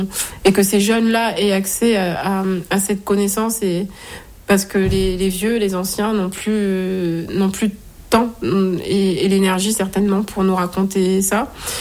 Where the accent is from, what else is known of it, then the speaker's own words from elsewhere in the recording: Mayotte; J'étais droite dans mes bottes en me disant je viens là où j'ai grandi et c'est chez moi.